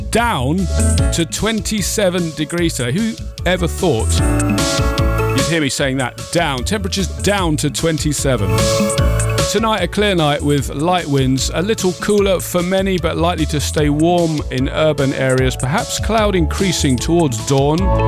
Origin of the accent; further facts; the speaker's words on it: United Kingdom; Because that's us, we're British.